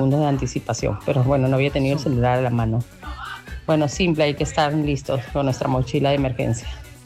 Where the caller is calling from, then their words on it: La Perla, Callao, Peru; soy de La Perla.